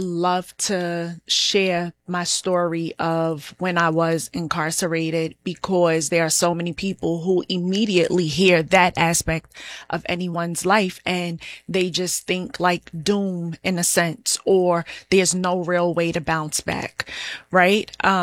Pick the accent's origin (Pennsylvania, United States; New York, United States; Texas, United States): New York, United States; New York City; I am originally from Brooklyn. I am one of nine children. I am the eighth child.